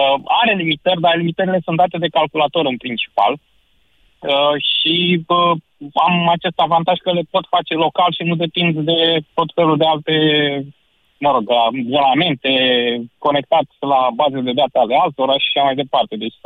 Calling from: Târgu Jiu, Gorj County, Romania; Salut! Sunt arhitectul șef din Târgu Jiu, mai exact.

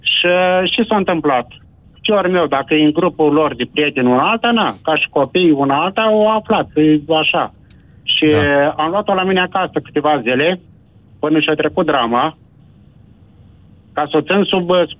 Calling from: Darabani, Botoșani County, Romania; Sunt din Daraban, județul Botoșani.

